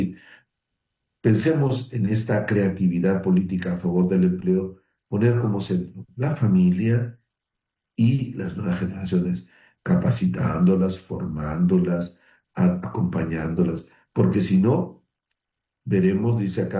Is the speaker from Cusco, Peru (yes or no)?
no; Tumbes, Peru; Les saludo desde Piura, Catacaos. Saludar a mis hermanos del norte. Yo soy de Tumbes.